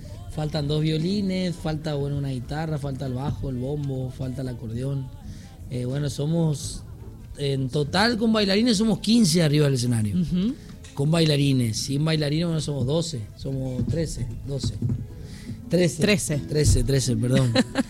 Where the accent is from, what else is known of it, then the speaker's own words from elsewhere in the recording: Gran Guardia, Formosa, Argentina; yo nací en Formosa Capital, pero me crié en Gran Guardia, que es mi pueblito ahí cerquita. Ahí en realidad aprendí más a andar por la vida, aprender a mis primeros pasos